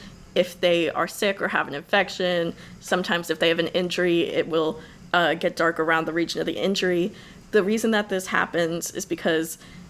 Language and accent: English; Pennsylvania, United States; moved away as an adult; now in Oberlin, United States; my hometown is a little bit north of Philadelphia.